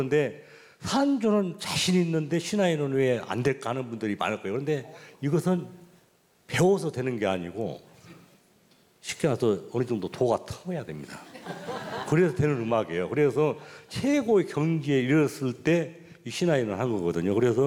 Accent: Damyang, South Jeolla, South Korea; 제가 고향이 전남 담양인데요.

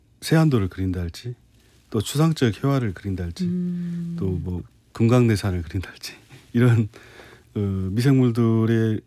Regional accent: Damyang, South Jeolla, South Korea; 이제 고향이 담양입니다.

